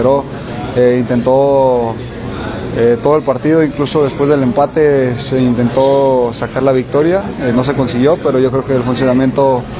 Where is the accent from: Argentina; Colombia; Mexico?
Mexico; yo creo que a final de cuentas somos mexicanos y debemos apoyarnos entre nosotros